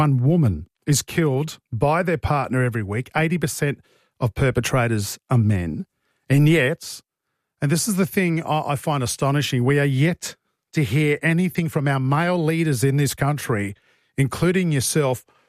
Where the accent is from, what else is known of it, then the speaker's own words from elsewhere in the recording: Australia; Something that I'm incredibly embarrassed about as an Australian male is domestic violence.